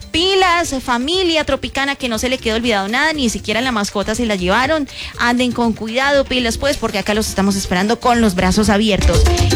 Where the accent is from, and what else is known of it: Colombia